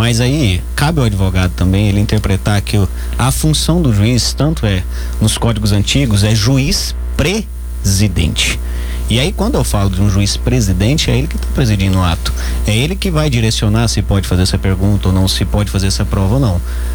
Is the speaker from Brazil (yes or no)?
yes; Araputanga, Mato Grosso, Brazil; moved away; Sou de Mato Grosso, mas eu já tô aqui.